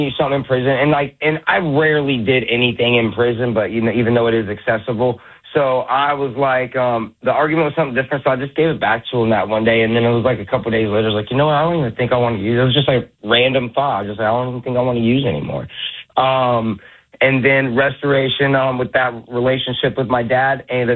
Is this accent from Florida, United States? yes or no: yes; Jacksonville, Florida, United States; So I'm from the Jacksonville, Florida area.